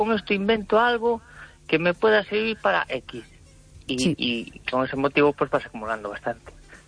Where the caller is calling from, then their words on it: Ferrol, Galicia, Spain; Hola, buenas noches, Esther. … de Ferrol.